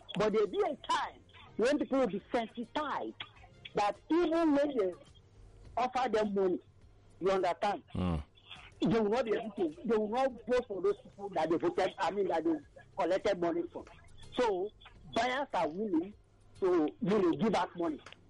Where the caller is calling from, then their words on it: Abaranje, Ikotun, Lagos, Nigeria; I'm calling from Abanajo, Ikoto.